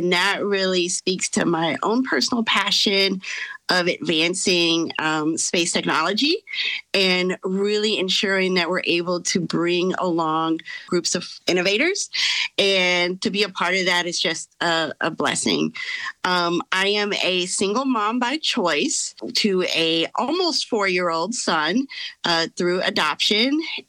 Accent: Arkansas, United States; moved away as an adult; now in Maryland, United States; I, like many folks who live in DC, I came here from Arkansas. So I'm an Arkansan, born and raised. So I've been living in the DC area for almost 20 years now.

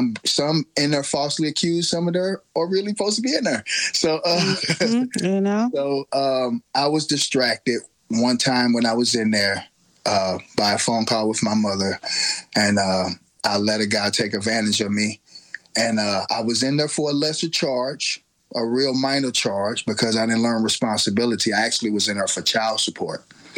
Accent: St. Louis, Missouri, United States; moved away as an adult; now in Springfield, Illinois, United States; I'm from St. Louis, Missouri, the AKA the Lou.

